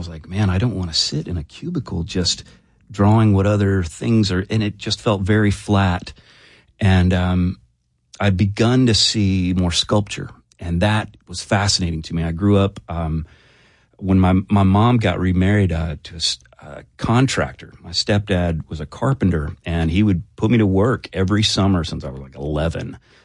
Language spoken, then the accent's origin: English; Prattville, Alabama, United States; You know, it was very green. A lot of kudzu, a lot of red clay hills that are kind of lovely to spend some time with. But it's fairly quiet.